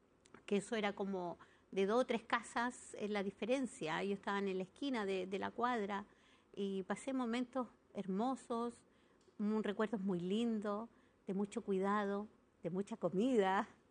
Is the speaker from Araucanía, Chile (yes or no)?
no; Parral, Maule, Chile; born there; now in Bajos de Mena, Puente Alto, Chile; mi lugar de origen es Parral, pero nací, me crié en Parral, me malcrié en Bajos de Mena y me transformé en Bajos de Mena. Entonces, siento que le debo mucho a mi barrio.